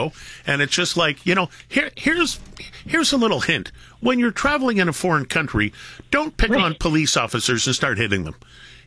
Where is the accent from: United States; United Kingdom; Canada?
Canada; Toronto, Ontario; I could not live in Toronto anymore, and it's my hometown.